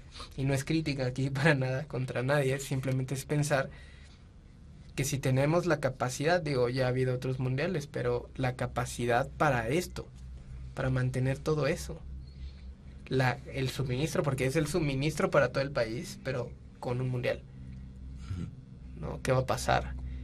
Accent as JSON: {"language": "Spanish", "country": "Mexico", "said": "Ya soy mexicano, entonces puedo contaminar mi"}